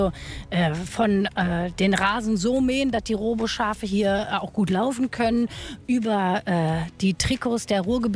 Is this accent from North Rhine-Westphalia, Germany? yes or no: yes; North Rhine-Westphalia, Germany; Ich komme ja auch aus dem Pott.